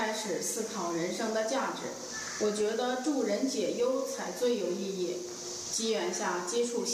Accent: Changli, Hebei, China; 我生在昌黎，长在昌黎，深爱这片土地

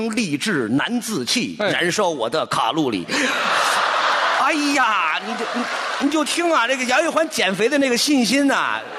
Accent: Shaanxi, China; 我们也是方言区来的

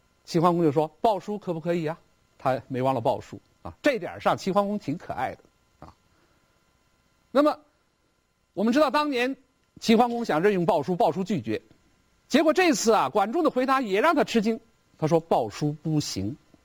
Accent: China

